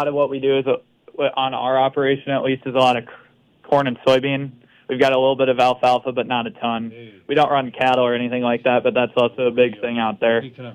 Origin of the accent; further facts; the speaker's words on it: Lake Preston, South Dakota, United States; I'm from Lake Preston.